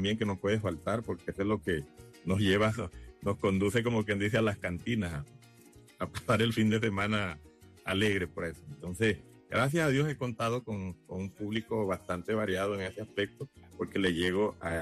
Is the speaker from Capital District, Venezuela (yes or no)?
no; Elorza, Apure, Venezuela; yo vengo de Lorza, estado Apure, Venezuela. Soy colombo venezolano porque soy hijo de madre colombiana de Arauca.